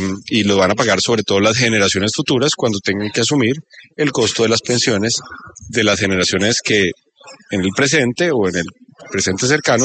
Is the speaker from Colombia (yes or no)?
yes; Colombia